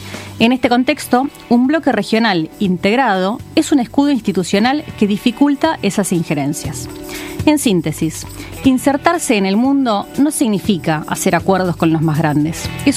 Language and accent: Spanish; Argentina; siendo argentinas y argentinos, estos hechos nos afectan directamente, porque como pueblos latinoamericanos, nuestro pasado, nuestro presente y nuestro futuro están profundamente ligados.